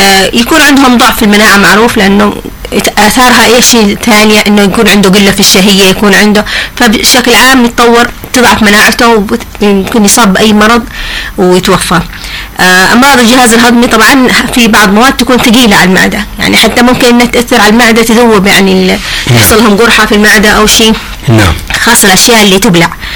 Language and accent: Arabic; Yemen; لكن عندنا في اليمن ما أظن.